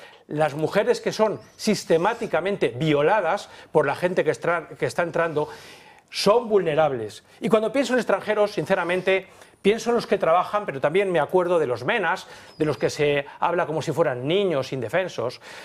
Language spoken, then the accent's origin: Spanish; Spain